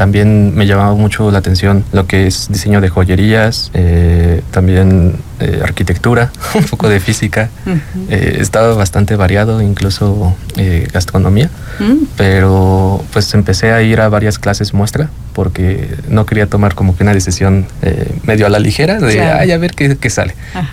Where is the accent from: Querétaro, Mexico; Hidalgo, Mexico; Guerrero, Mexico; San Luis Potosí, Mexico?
Querétaro, Mexico; now in El Marqués, Mexico; Soy queretano de nacimiento, ajá, Querétaro, ¿no? Querétaro, ajá. Y viví mucho tiempo en la colonia de Sauces, ¿mm? Ahí por Plaza Sendero